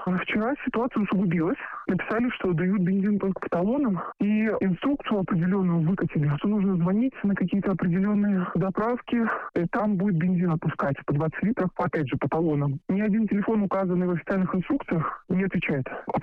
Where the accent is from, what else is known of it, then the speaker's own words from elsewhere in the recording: Moscow, Russia; Мы из Москвы приехали в Крым в отпуск 2 дня назад.